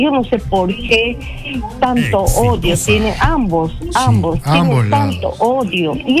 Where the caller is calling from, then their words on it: Iquitos, Loreto, Peru; Soy la señora de Iquitos